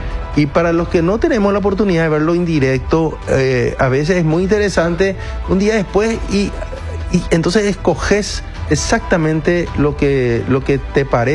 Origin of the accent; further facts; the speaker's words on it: Paraguay; nosotros somos todos muy paraguayos.